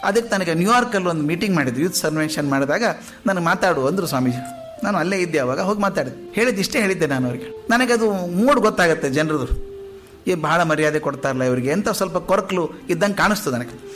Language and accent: Kannada; South India, India; ನಾನು ದಕ್ಷಿಣದವನು